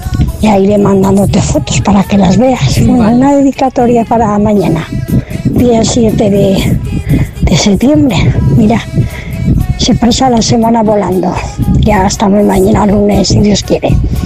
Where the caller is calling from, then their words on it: Anna, Valencian Community, Spain; estamos en fiestas en mi pueblo.